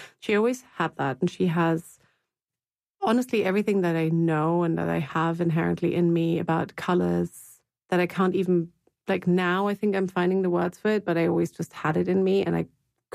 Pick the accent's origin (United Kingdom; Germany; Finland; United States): Germany; Hamburg; English is a second language; the flat that I grew up in Hamburg had, you know, it evolved, obviously.